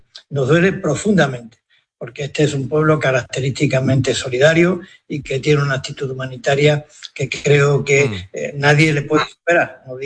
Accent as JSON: {"language": "Spanish", "country": "Spain", "said": "Yo creo que me produce, como español, me produce un sentimiento pues que no es precisamente agradable."}